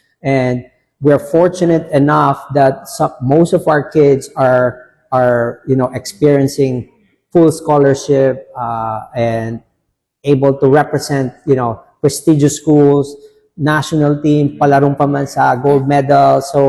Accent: Philippines; being part of that team, being a Filipino, bringing something new, innovative, it is definitely something that I could be proud of.

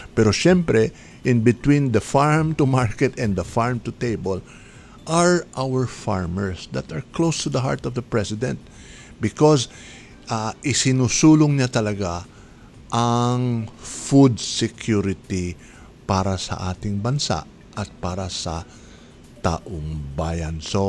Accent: Tarlac, Central Luzon, Philippines; Ito yung probinsya ko ito, so malapit din sa aking puso ito.

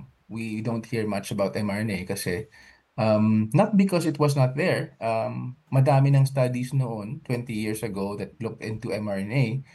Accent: Bacolod, Western Visayas, Philippines; So, sa Bacolod po ako lumaki.

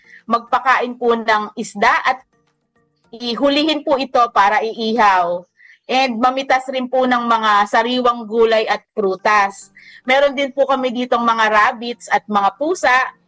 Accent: Manila, Metro Manila, Philippines; taga Manila po kami

